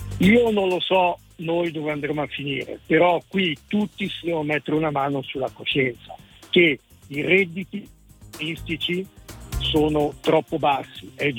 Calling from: Lombardy, Italy; Io da Bergamo, dalla provincia di Bergamo.

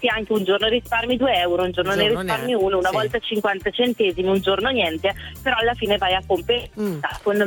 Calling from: Bergamo, Lombardy, Italy; Io sono a Bergamo

